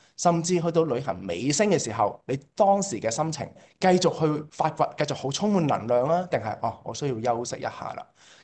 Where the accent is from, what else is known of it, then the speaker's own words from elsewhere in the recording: Hong Kong; 我自己本身都是香港土生土長